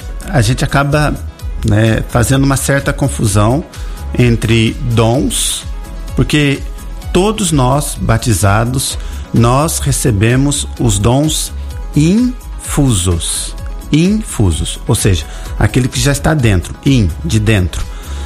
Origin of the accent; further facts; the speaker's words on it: Brazil; para nós que somos brasileiros